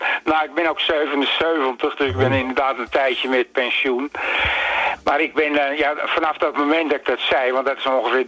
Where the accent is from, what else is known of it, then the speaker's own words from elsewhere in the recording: Amsterdam, North Holland, Netherlands; In mijn jeugd ben ik geboren in de Jordaan, net na de oorlog. En daar was armoed troef.